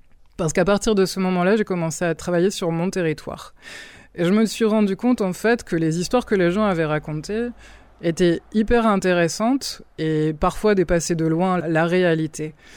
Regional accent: Normandy, France; moved away as an adult; now in Hendaye, France; Bon, moi, je suis normande à la base, mais ça fait 15 ans que j'ai été adoptée par Hendaye.

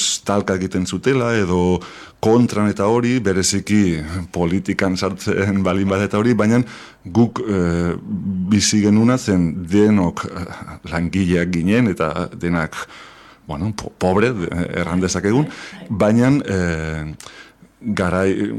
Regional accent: Barcelona, Catalonia, Spain; Bartzelonan sortu nintzen, aurten duela berrogeita mar urte.

